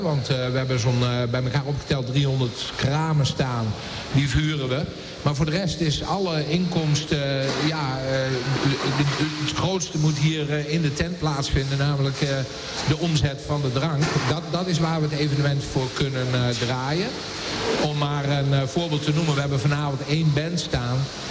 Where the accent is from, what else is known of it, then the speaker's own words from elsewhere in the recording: Doesburg, Gelderland, Netherlands; moved away as an adult; now in Vaassen, Netherlands; Ik kom uit Doesburg en ik was als jeugdbestuurslid van Doesburg Binnenstebuiten.